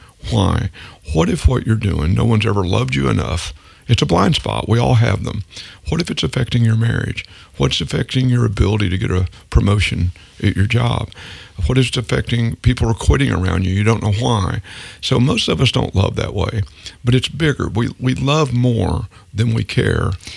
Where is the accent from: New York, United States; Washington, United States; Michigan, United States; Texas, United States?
Texas, United States; I'm a Texan